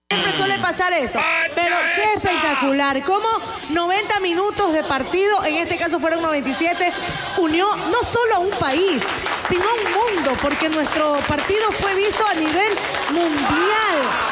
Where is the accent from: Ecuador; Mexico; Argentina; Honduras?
Ecuador; te cuento que como fiel ecuatoriano se fueron Plutos.